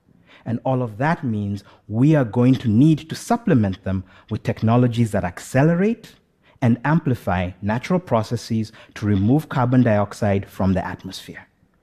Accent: Kenya; my home country, Kenya.

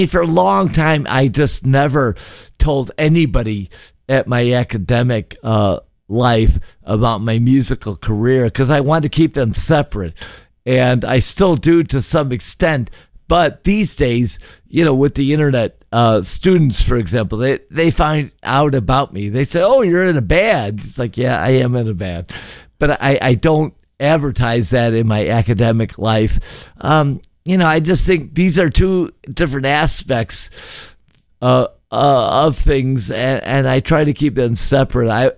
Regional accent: Chicago, Illinois, United States; growing up in Chicago, I'm not Polish

